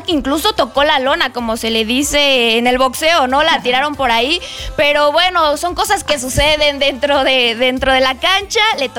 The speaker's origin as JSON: {"language": "Spanish", "country": "Mexico", "said": "Mira, como mexicanas me gustaría que fuera... me gustaría que fuera la selección de Ecuador... y Uruguay."}